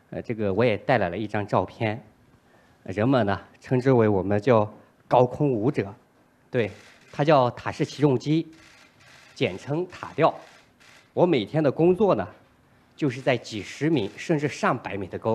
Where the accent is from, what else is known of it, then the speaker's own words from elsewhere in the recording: Leibo, Sichuan, China; moved away; 我来自美丽的中国优质脐橙第一县民歌之乡四川省凉山彝族自治州雷波县。